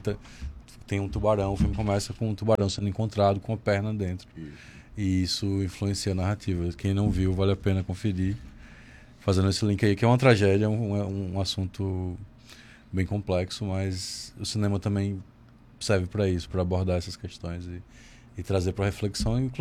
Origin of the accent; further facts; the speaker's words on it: Arapiraca, Alagoas, Brazil; Eu nasci e cresci em Arapiraca.